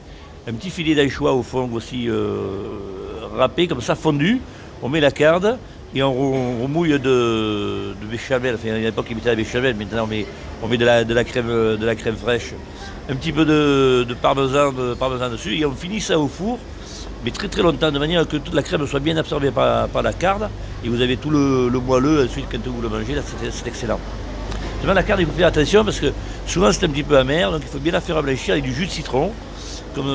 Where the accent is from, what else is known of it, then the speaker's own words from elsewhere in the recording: Provence-Alpes-Côte d'Azur, France; Vous savez, ici, chez nous, en Provence, on travaille beaucoup avec l'huile d'olive et le vinaigre.